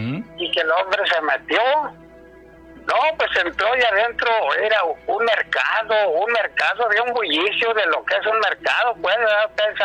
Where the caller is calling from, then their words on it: Hermosillo, Sonora, Mexico; Hola, buenas noches, Gina. … de Hermosillo, que te está marcando.